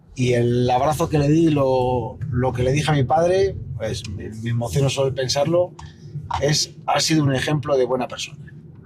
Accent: León, Castile and León, Spain; born there; soy un enamorado de León

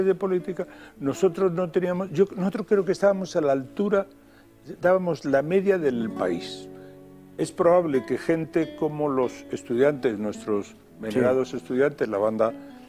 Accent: Granada, Andalusia, Spain; moved away; Así que salí de Granada... cuando estaba, era aprendiz de una tienda de discos al final

